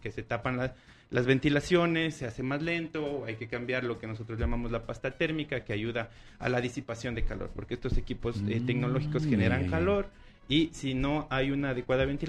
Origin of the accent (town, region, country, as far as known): San Gabriel, Carchi, Ecuador